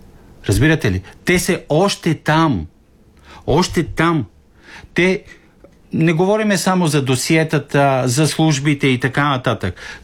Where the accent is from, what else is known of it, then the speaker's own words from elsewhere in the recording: Skopje, North Macedonia; Израснах по улиците на Скопие